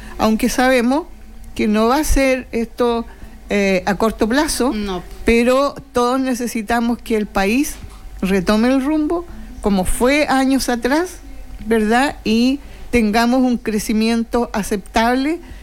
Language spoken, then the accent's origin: Spanish; Chile